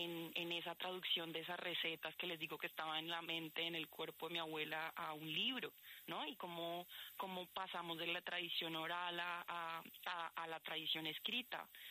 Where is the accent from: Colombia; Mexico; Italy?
Colombia; Chocó; moved away as an adult; now in Spain; Entonces, bueno, pues siempre que digo que soy del Chocó, es una oportunidad enorme para hablar del Chocó y de mi familia y de mis amigos y de mi vida allí y de cómo yo llevo el Chocó grabado en la piel y en la memoria.